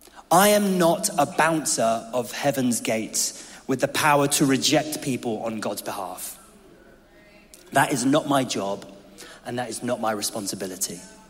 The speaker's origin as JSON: {"language": "English", "country": "United Kingdom", "said": "before I am British and Ghanaian"}